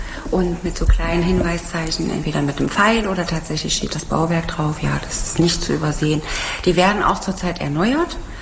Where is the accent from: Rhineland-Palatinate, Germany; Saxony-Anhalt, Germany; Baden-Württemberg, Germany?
Saxony-Anhalt, Germany; Magdeburg; born there; weil ich bin in Magdeburg geboren